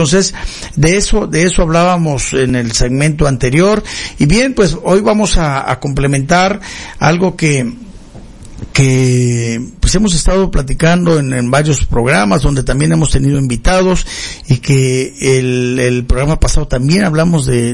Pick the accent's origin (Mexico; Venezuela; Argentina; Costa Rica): Mexico